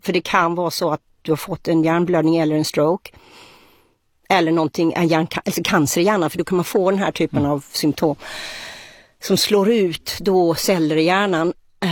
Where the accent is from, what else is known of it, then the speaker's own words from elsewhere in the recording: Sweden; moved away as an adult; jag kom ju då från Sverige